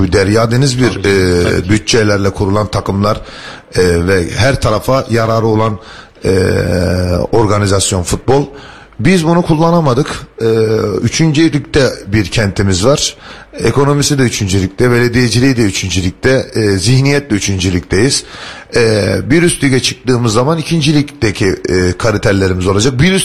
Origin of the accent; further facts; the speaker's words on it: Mersin, Turkey; Çünkü burada doğduk, burada büyüdük, burada öleceğiz ve burada hayatımızı idame ettiriyoruz.